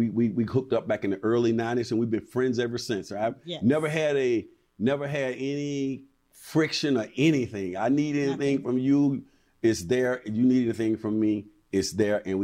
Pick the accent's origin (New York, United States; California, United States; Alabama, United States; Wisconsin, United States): Alabama, United States; Birmingham; Because I grew up in Birmingham and they still got those old signs, some of them rusty.